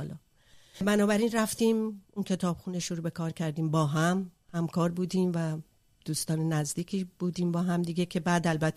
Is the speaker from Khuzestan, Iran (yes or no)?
no; Tehran, Tehran Province, Iran; در تهران به دنیا اومدم، در تهران بزرگ شدم، نوجوان شدم و جوان.